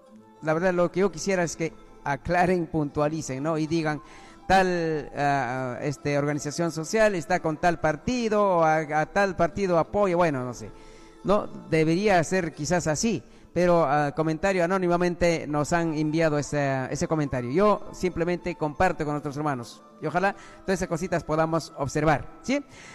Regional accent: Peru; now in Lima, Peru; que no viven en nuestro distrito de Akira, pero sin embargo van a sufragar. Bueno, de repente ahí podemos confundir quizás muchos que vamos de las ciudades, como en el caso mío, por ejemplo, ¿no? Yo vivo en Lima, pero sin embargo, a cumplir mi deber cívico, mi obligación, ¿no?, viajo

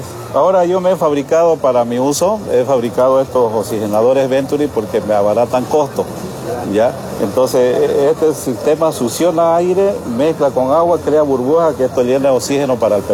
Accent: Yapacaní, Santa Cruz, Bolivia; Yo vengo de Yapacaní

